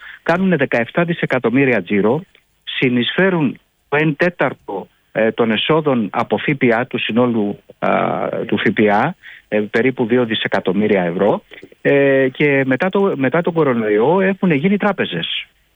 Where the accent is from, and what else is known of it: Greece